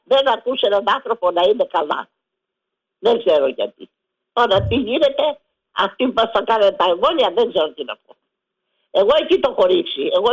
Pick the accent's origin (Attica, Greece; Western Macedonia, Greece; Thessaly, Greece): Attica, Greece; Spata; από τα Σπάτα.